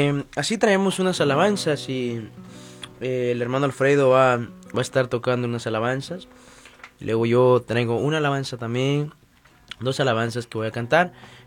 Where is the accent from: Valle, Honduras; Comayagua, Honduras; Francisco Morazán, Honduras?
Valle, Honduras; Langue; moved away; en Honduras, el lugar de origen donde soy yo, departamento de Valle, Lange Valle